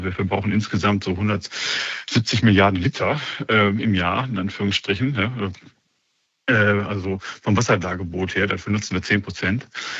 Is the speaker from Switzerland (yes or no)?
no; North Rhine-Westphalia, Germany; Ich komme ja selber auch aus dem Ruhrgebiet